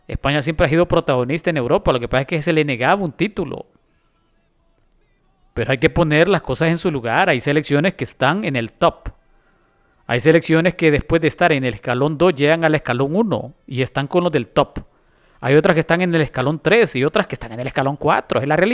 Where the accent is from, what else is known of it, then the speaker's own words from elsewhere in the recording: Honduras; yo como hondureño